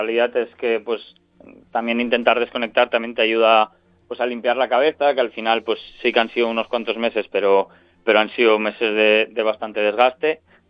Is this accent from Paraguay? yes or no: no; Binéfar, Aragon, Spain; llegué a debutar en el equipo de mi pueblo, en el Binéfar